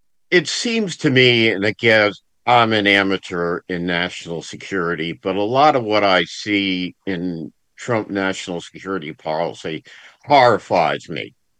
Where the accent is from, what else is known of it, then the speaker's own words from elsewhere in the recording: Ireland; And as an Irishman, that pleases me to no end because I'm in favor of that.